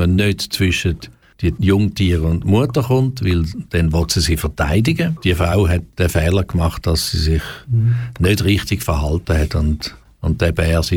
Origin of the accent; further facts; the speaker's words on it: Romanshorn, Thurgau, Switzerland; ich habe als Bub in Romanshahn schon elektrische Sachen gebaut und verkauft